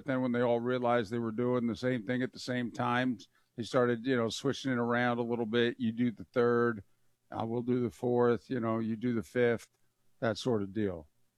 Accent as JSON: {"language": "English", "region": "Northeast", "country": "United States", "tie": "born or raised there", "moved": "yes", "said": "I grew up in the Northeast"}